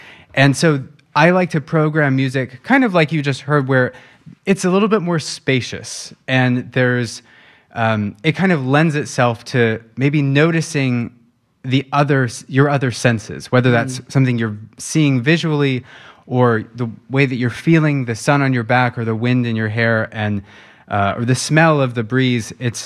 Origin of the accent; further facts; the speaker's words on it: Sunriver, Oregon, United States; moved away as an adult; also born or lived in Los Angeles / London; I grew up in Sun River, Oregon